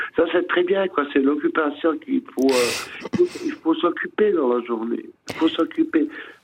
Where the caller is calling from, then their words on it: Sonceboz, Bern, Switzerland; j'habite dans le Jura bernois